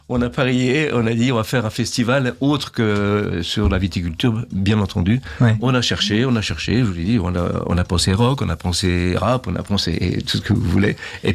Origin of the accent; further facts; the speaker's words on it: Hermonville, Grand Est, France; chez nous, à Hermonville.